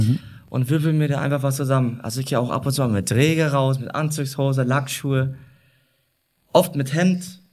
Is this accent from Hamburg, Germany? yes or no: no; Thuringia, Germany; Ich komme aus dem Osten, Thüringen